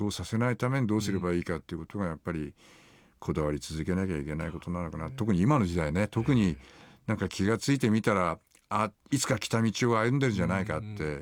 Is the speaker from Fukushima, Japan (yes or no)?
yes; Aizu, Fukushima, Japan; born or raised there